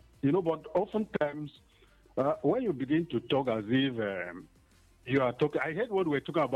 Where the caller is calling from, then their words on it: Ogoja, Cross River, Nigeria; I'm calling from Ugoja.